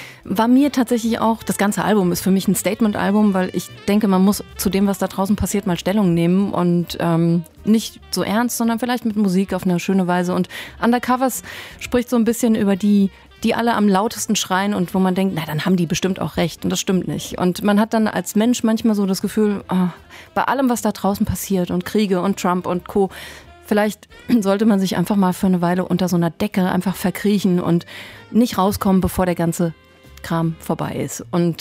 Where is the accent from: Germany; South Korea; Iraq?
Germany; Hesse; moved away; Ich komme ja aus Hessen